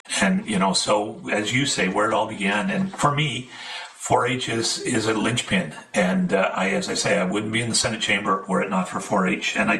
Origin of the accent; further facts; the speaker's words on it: Fergus, Ontario, Canada; I grew up just outside of Fergus, Ontario, and grew up on a farm.